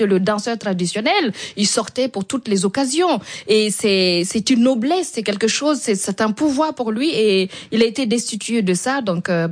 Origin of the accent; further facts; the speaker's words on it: Burkina Faso; Donc vous savez, en fait on a ce respect là chez nous les Burkinabés